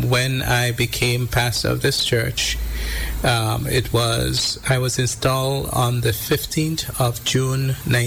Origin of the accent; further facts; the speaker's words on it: Saint George, Grenada; also born or lived in Barbados; I was born in Grandin, St. George's. I went to school at Grandin's RC School and then the Grenada Boys Secondary School.